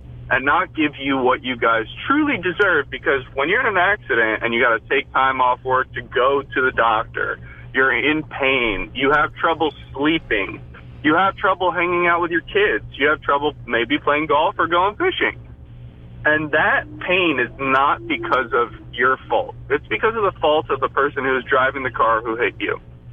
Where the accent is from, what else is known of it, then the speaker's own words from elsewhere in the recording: Stuart, Florida, United States; I grew up here. I grew up in Stuart, Palm City.